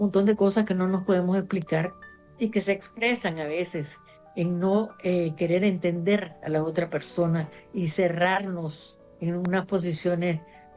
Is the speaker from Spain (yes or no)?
no; Nicaragua; moved away; soy la primera mujer centroamericana que gana este premio, la primera persona de Nicaragua